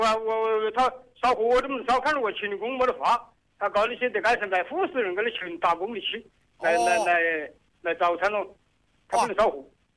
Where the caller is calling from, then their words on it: Yingcheng, Hubei, China; 我应城人噻。